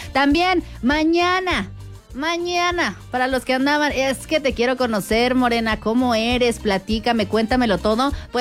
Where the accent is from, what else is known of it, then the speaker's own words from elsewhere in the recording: San Juan del Río, Querétaro, Mexico; Porque soy de las merititas tierras de San Juan del Río.